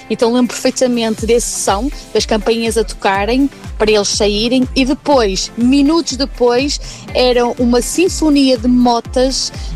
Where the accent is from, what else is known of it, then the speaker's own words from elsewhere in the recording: Paredes, Norte, Portugal; eu sou natural de Lordelo Paredes e na zona onde eu vivia quando era criança, jovem